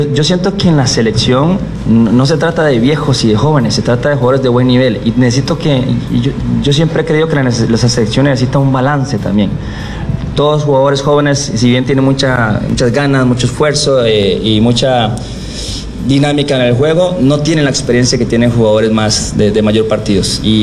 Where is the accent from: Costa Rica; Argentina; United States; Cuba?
Costa Rica; nosotros somos un país que no tiene ejército y nosotros de cierta manera somos el ejército de Costa Rica dentro de la cancha